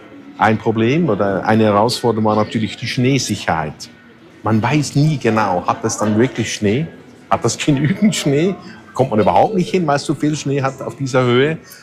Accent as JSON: {"language": "German", "country": "Switzerland"}